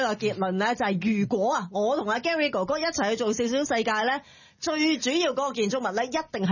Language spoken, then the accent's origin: Cantonese; Hong Kong; 阿妈都会带我哋出去香港唔同嘅地方，